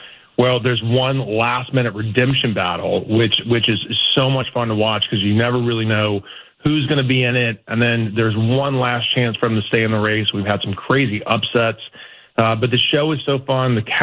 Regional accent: the South, United States; because I grew up in the South.

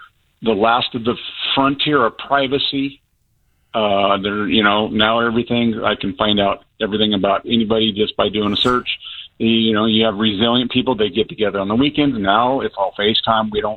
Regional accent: Cutler, California, United States; I grew up in Tulare County, California, south of Fresno, with all the little towns. You drive one. I lived in Cutler, California, 4,000 people, and then moved 1 mile away to Orosi, California.

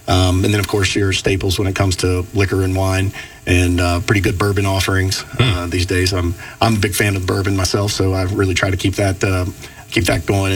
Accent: Georgia, United States; also born or lived in Bethel Park, Pennsylvania; I was born in Pittsburgh area, Bethel Park. My mom was from Peters, but my dad was in the military. And so grew up very young, military base, and he was actually from South Georgia, and we settled down there.

